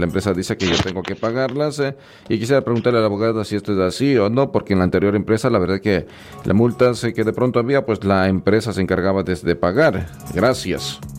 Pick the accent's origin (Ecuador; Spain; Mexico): Ecuador; Su hijo tiene 27 años, pero lo que pasa es que él se encuentra en Argentina y nosotros somos ecuatorianos.